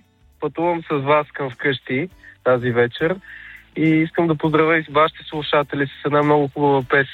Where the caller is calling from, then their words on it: Ihtiman, Sofia Province, Bulgaria; Ние сме в град Ихтиман. От Ихтиман сме.